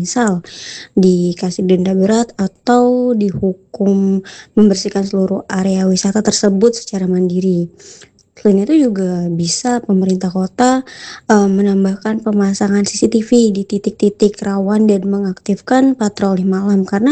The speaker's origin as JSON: {"language": "Indonesian", "town": "Indralaya Utara", "region": "South Sumatra", "country": "Indonesia", "said": "dan saya dari Indralaya Utara."}